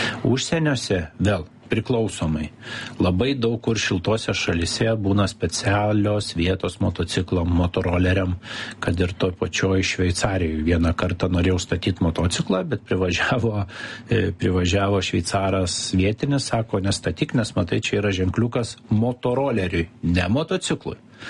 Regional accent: Kaunas, Kaunas County, Lithuania; aš pats kaunietis esu

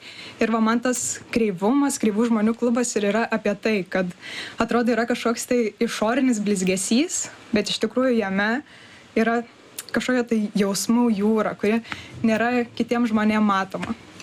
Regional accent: Kaunas, Kaunas County, Lithuania; now in Vilnius, Lithuania

